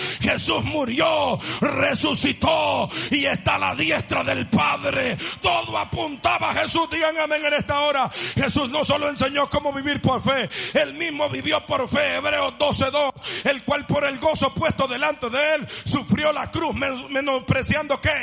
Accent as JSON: {"language": "Spanish", "country": "El Salvador", "tie": "born there", "said": "Yo dejo claro que nací en El Salvador, pero soy de corazón israelita."}